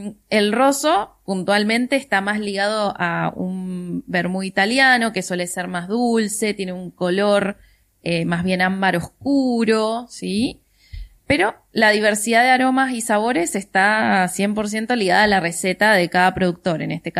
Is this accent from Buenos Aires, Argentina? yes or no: no; Mendoza, Argentina; tenemos una historia como mendocinos